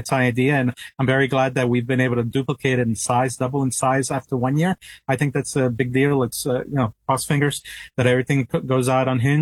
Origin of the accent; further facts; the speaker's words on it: New York City, New York, United States; also born or lived in Tuxedo; I'm from New York City and upstate New York and Tuxedo. We would have festivals and, you know, I would always see that up there. They had German festivals.